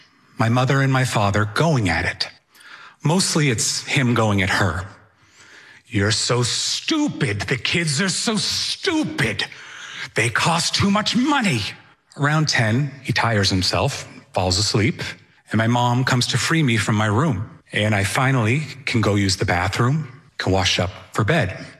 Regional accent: Sudbury, Massachusetts, United States; now in Stoneham, United States; I grew up in Sudbury, Massachusetts, and I live in Stoneham now

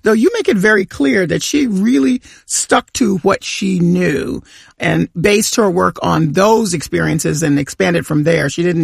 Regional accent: the South, United States; I grew up in the Bible Belt.

